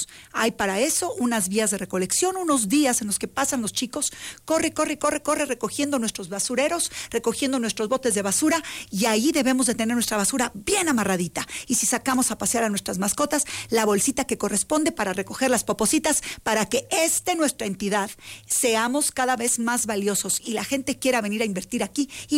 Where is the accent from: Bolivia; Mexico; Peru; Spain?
Mexico; de una manera que estemos orgullosos de decir soy mexicano